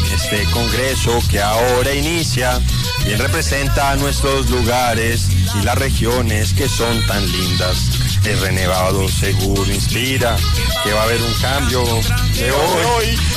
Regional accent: Bogotá, Colombia; Yo soy bogotano, pero no, me parece bien.

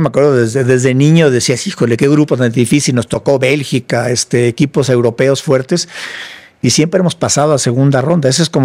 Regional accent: Mexico

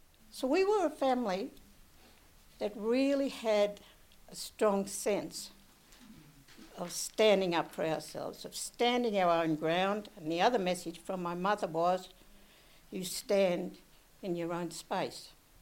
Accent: New South Wales, Australia; I'm not an Australian. I've been Bigamore Gomeroi for 100,000 years

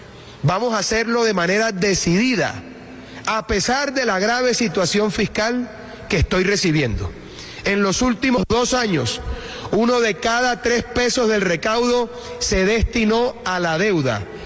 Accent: Colombia; Los colombianos estamos acostumbrados a crecernos en la adversidad.

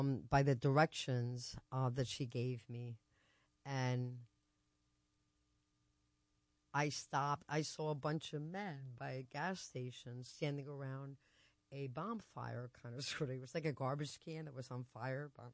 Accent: New Jersey, United States; I'm from Jersey.

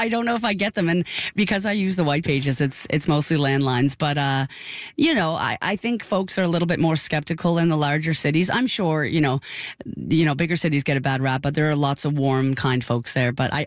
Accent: Dartmouth, Nova Scotia, Canada; moved away as an adult; now in Toronto, Canada; You know, I've been in Toronto now living in Toronto for 12 years, and I'm from Dartmouth, Nova Scotia.

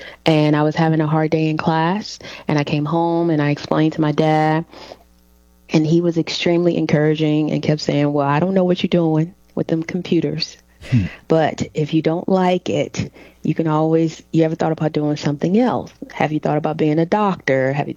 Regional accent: Alabama, United States; So I am from Alabama, the tri-area, so where Alabama, Mississippi, and Tennessee meets. I always tell people if they know where Huntsville is

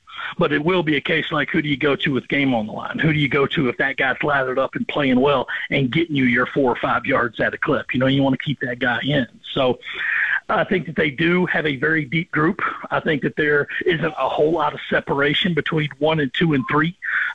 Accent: Rock Hill, South Carolina, United States; my hometown of Rock Hill

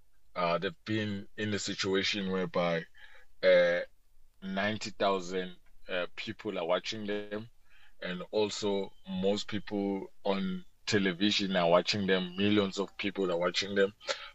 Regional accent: South Africa; I'm hoping as a South African

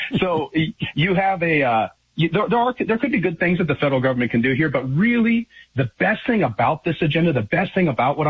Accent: Montana, United States; So I've been in my home state for about 15 years doing public politics, doing the elections and legislation on the state level. And now what I'm doing after this Montana miracle in 2023 and 2025

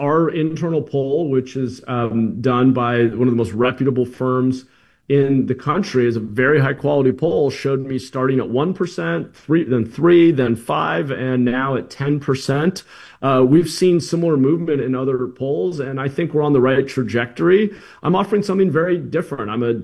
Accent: Watsonville, California, United States; So I grew up outside of Watsonville in the unincorporated rural area of Santa Cruz County in farmland, surrounded by fields.

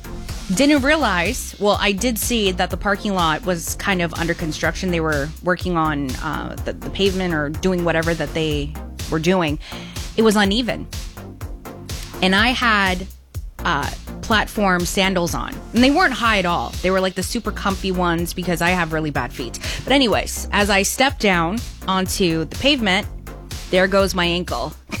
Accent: Mississauga, Ontario, Canada; moved away; Mississauga. And well, if you've been listening to the show, you know that that's my hometown. That's where I was born and raised. And that's where I moved from.

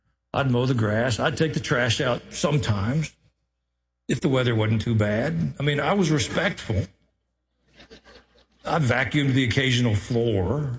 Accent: Tennessee, United States; born or raised there

